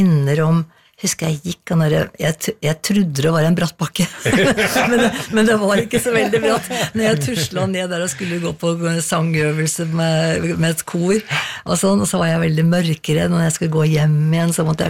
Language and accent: Norwegian; Skreia, Innlandet, Norway; now in Asker, Norway; Det er liksom Toten, altså Skreia, er liksom det er der jeg vokste opp, ikke sant? Så det er liksom røttene mine. Og så har jeg bodd nå i Asker, mye lenger da.